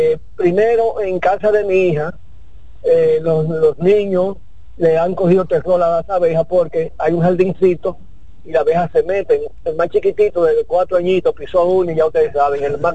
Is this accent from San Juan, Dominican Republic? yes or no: yes; El Cercado, San Juan, Dominican Republic; moved away; en mi pueblo, en el interior, en el cercado San Juan, en la casa de mi padre